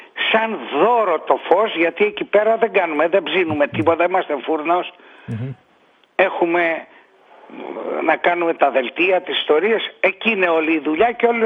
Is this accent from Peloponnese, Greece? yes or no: no; Piraeus, Attica, Greece; εγώ που είμαι Πειραιώτης Βέρα.